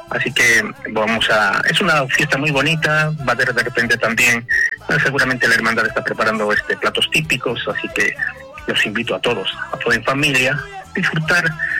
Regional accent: Peru; now in Lima, Peru; los alcareños residentes aquí en Lima somos bastantes.

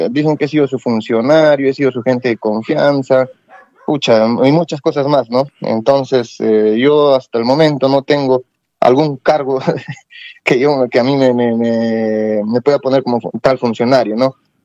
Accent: Villarrica, Pasco, Peru; yo soy de Villarrica, la población me conoce

